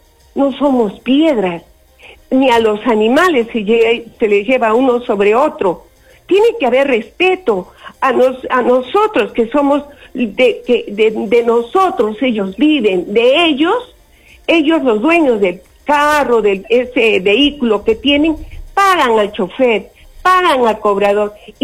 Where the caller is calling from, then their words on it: Arequipa, Peru; yo soy arequipeña.